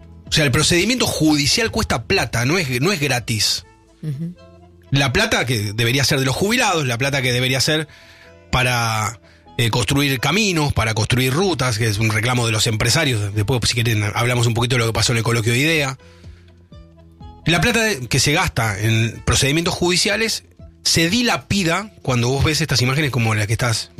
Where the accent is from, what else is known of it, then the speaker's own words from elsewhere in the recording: Argentina; sí, queremos hacer el mayor esfuerzo como argentinos, estamos todos haciendo un esfuerzo.